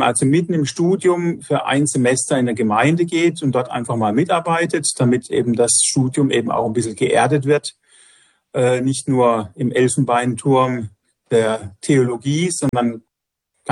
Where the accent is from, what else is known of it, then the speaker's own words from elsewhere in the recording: Freiburg, Baden-Württemberg, Germany; born there; also born or lived in Stuttgart; Gebürtig komme ich aus Freiburg und habe dann auch für mich da allein gelebt.